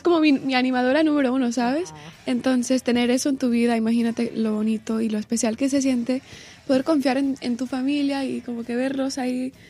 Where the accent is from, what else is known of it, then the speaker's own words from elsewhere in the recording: Los Angeles, California, United States; Y aún es más especial porque empiezo en Los Ángeles